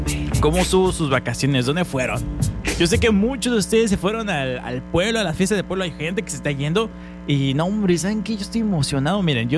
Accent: Yucatán, Mexico; Me gusta mucho como yucateco decir la calor.

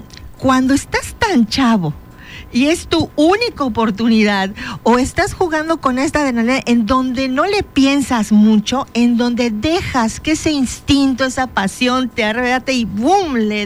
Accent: Mexico; Un marcador como mexicana, alentador, no sé qué, pues yo pienso en un 2-1

